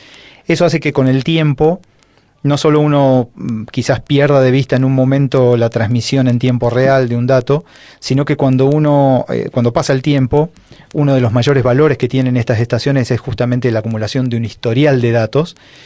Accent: Argentina; Somos Argentina

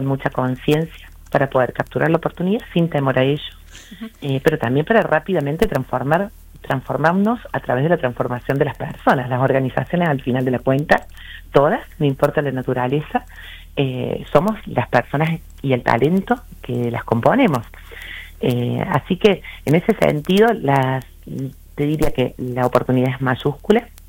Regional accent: Argentina

